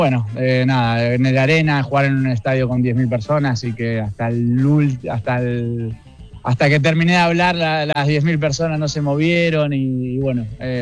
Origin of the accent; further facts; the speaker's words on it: Argentina; now in Montpellier, France; Por cómo somos nosotros, los argentinos, la mayoría, ¿no? De tan pasionales que dejamos todo y siempre estamos, viste, positivos y dándole para adelante.